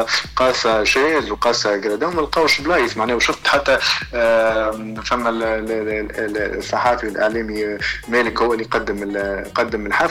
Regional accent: Tunisia; احنا جمهور تونسي

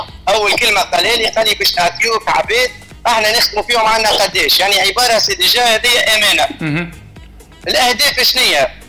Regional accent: Tunisia; تونسي نتشرف لي أنا تونسي

